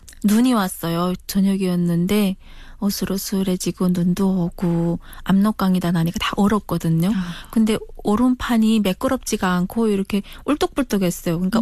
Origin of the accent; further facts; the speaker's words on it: Hwanghae, North Korea; moved away as an adult; now in South Korea; 남한의 종착 두 달 차인 황해도에서 온